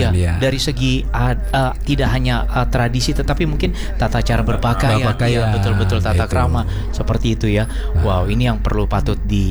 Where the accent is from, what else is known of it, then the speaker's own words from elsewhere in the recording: West Sumatra, Indonesia; Aku orang Minang. Aku marga Padang.